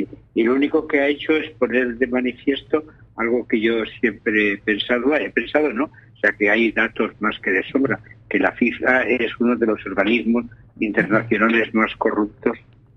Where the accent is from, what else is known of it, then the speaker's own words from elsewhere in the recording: Catalonia, Spain; siendo un catalán, nacido en Cataluña y gustándole Cataluña y queriendo a Cataluña...